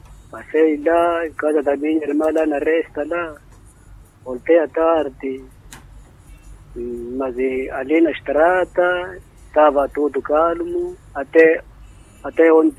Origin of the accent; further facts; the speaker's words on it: Angoche, Nampula, Mozambique; now in Nampula, Mozambique; outra família que está na minha terra, lá em Angos.